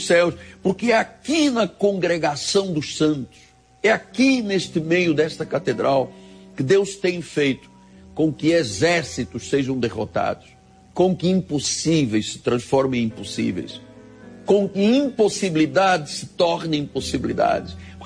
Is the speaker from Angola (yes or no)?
yes; Angola; born there; quando eu era um jovem no exército lá em Angola, onde eu nasci, uma antiga colônia de Portugal